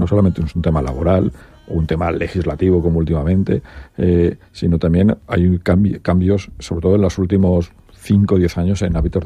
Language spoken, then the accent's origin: Spanish; Elda, Valencian Community, Spain; quizá nosotros porque somos muy de Elda, hablamos del calzado y tenemos esa imagen gloriosa